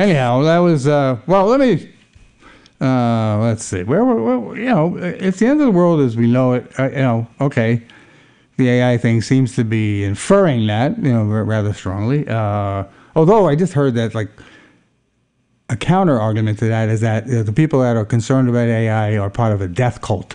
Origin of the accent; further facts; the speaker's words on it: New York, United States; growing up in Ozone Park, Queens, surrounded entirely by my mother's large Italian family, not to mention Italian neighbors and a Catholic school populated by Italian kids